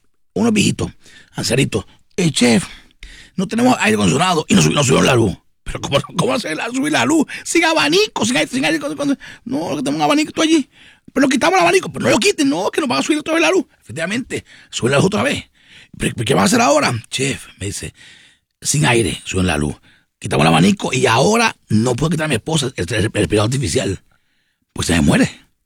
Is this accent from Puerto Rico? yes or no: yes; Puerto Rico